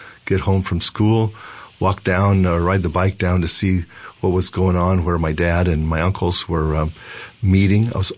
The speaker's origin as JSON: {"language": "English", "town": "Richvale", "region": "California", "country": "United States", "tie": "born or raised there", "also_born_or_lived": "Chico", "said": "But I was born here in Chico at Inlo Hospital, and I grew up in a little town called Richvale, where our family and farm headquarters is."}